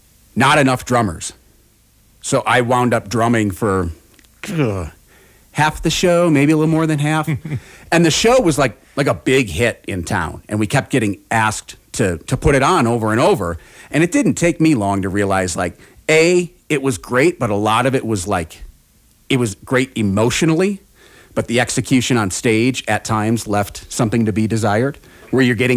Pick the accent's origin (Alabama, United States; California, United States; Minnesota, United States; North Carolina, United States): Minnesota, United States; Minneapolis; It's a collection of like 60s and 70s soul music from my hometown.